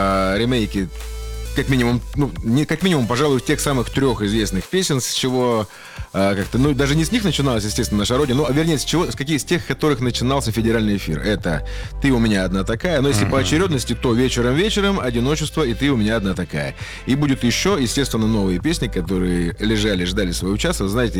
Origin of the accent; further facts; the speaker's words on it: Novosibirsk, Novosibirsk Oblast, Russia; moved away as an adult; also born or lived in Moscow; now in Novosibirsk, Russia; я вернулся в родной город Новосибирск